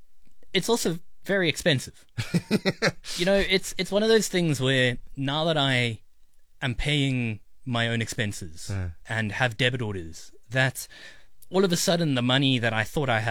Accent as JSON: {"language": "English", "country": "South Africa", "tie": "born or raised there", "said": "Born and raised."}